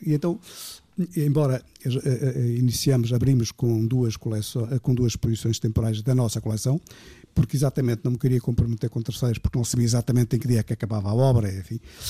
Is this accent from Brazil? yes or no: no; Penamacor, Centro, Portugal; born there; moved away; lá na minha aldeia, lá em Panamacor